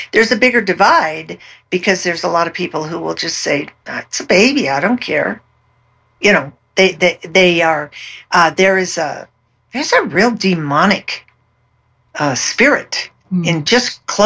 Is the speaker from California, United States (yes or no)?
yes; California, United States; We were raised in California.